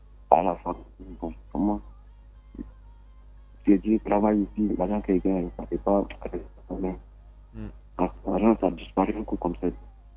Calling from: Bouaké, Vallée du Bandama, Côte d’Ivoire; j'appelle de Boué, à Boaké.

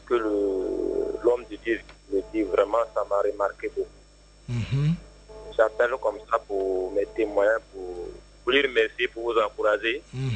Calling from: Abengourou, Comoé, Côte d’Ivoire; je vous appelle d'Abengourou.

